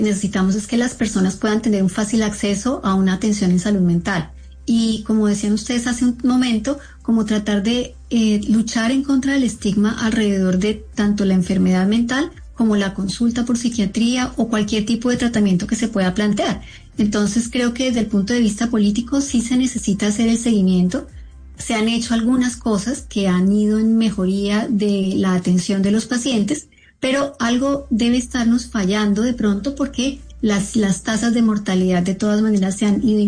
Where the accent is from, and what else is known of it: Colombia